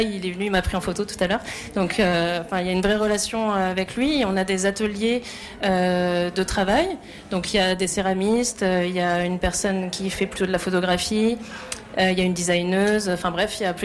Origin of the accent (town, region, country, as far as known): Grenoble, Auvergne-Rhône-Alpes, France